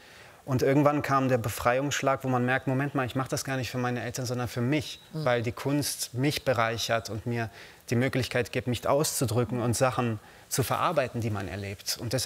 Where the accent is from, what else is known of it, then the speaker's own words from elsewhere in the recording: Germany; also born or lived in Romania; Ich war ja 2 Jahre und 8 Monate, als wir nach Deutschland gekommen sind.